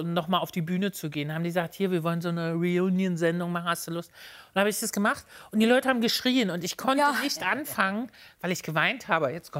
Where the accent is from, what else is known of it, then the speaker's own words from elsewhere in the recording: Berlin, Germany; Und ich komme aus Berlin.